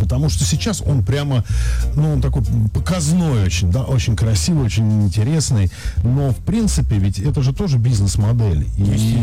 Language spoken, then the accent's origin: Russian; Moscow, Russia; Не потому, что я москвич, а просто потому, что, как правило, какие-то инновационные решения, как правило, опробовывают на крупных городах.